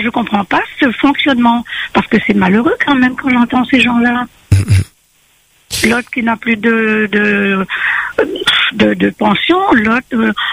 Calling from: Nantes, Pays de la Loire, France; Je vous appelle de Nantes.

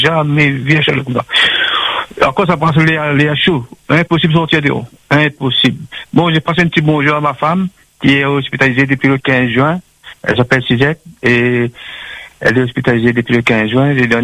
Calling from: Orléans, Centre-Val de Loire, France; Je téléphone d'Orléans.

